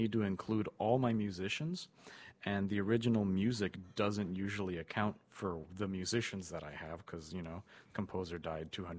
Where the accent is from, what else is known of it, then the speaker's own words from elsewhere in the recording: Santa Paula, California, United States; I was born in Santa Paula.